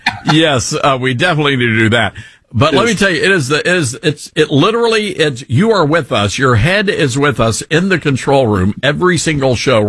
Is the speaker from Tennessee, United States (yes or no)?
yes; Memphis, Tennessee, United States; we are also the only radio program in the entire city of Memphis, which is my hometown and where we broadcast our national show from